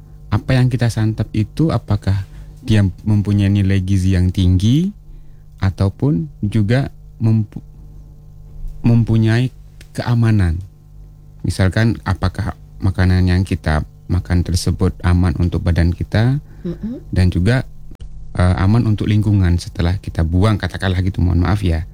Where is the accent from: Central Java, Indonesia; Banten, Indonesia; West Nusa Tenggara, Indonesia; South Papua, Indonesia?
West Nusa Tenggara, Indonesia; Iya, saya dari Lombok, Nusa Tenggara Barat.